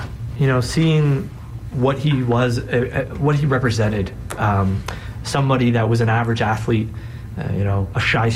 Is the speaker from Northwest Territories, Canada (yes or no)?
no; Toronto, Ontario, Canada; not only is it my hometown